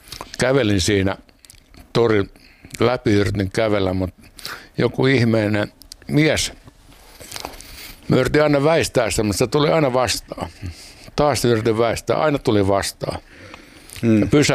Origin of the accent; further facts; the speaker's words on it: Helsinki, Uusimaa, Finland; born there; Joo, mä oon syntynyt Helsingissä.